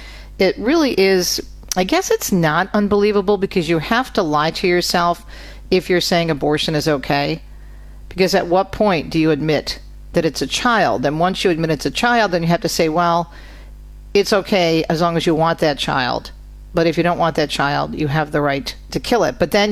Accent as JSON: {"language": "English", "region": "Michigan", "country": "United States", "said": "my home state of Michigan."}